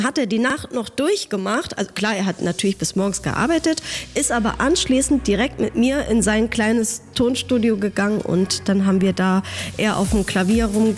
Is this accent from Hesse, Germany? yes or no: yes; Hesse, Germany; Ja, es war erst die Überlegung, dass ich Englisch singe, aber ich bin aus Hessen, ich habe schon echt einen Dialekt